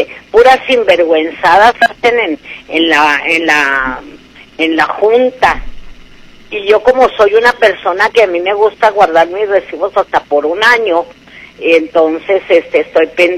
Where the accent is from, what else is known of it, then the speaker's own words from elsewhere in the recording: Chihuahua, Mexico; moved away; yo nací en Chihuahua.